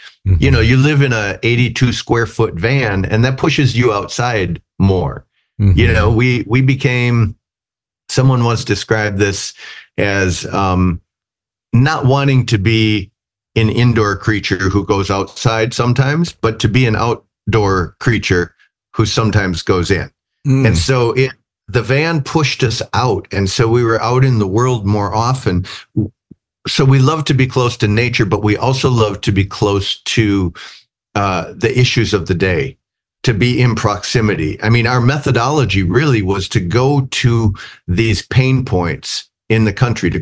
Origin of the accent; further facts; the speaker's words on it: Minnesota, United States; I'm from Minnesota. He saw my license plate.